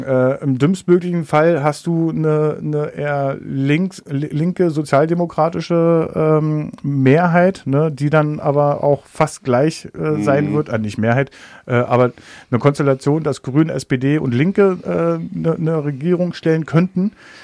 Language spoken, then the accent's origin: German; Germany; born there; Also ich bin geboren in der DDR.